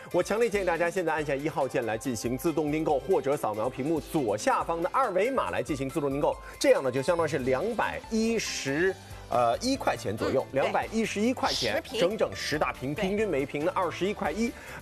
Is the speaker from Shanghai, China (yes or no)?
yes; Shanghai, China; 咱们上海人还喜欢吃浓油赤酱